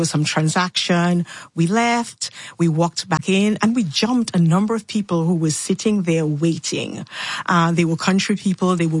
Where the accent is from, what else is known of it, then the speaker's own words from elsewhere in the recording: Dominica; You know, I grew up in Dominica. That's a black country.